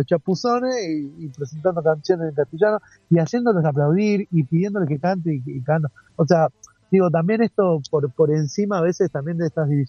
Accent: Argentina; yo tengo una característica, una raíz argentina, yo soy músico argentino, sí. Por eso mis canciones son en castellano, y no hablo de tú ni de ti, yo hablo de vos

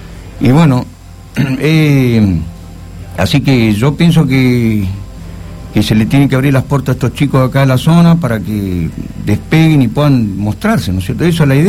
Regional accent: General Roca, Río Negro, Argentina; soy de acá de Roca

